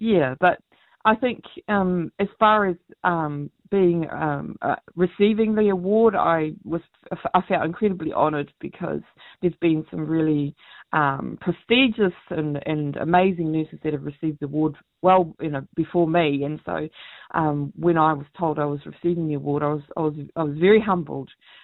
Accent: Northland, New Zealand; We whakapapa to Ngāti Hikaro down in Kawhia Moana, although I grew up here in Te Tai Tokiro.

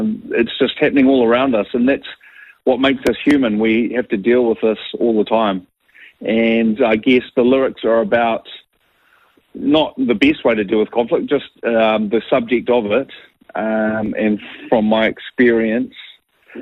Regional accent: Wellington, New Zealand; now in New Plymouth, New Zealand; Hi, I'm from Wellington, actually. I love Wellington, always lived there 42 years, currently living in New Plymouth, which I also love.

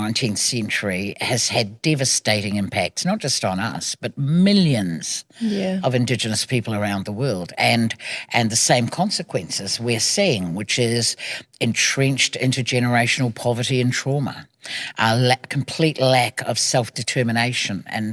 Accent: Ahipara, Northland, New Zealand; born there; You know, I mean, I was born in Ahipara. If you've had a chance to see Ahipara, you know how beautiful that is.

